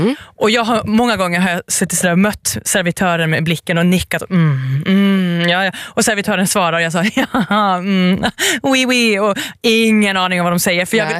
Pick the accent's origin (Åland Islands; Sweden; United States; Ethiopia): Åland Islands; moved away; also born or lived in Zürich; Jag har varit i Wien och jag har varit i Zürich och sen har jag ju varit hemma på Åland också. Men när jag är på Åland så är jag ju hemma.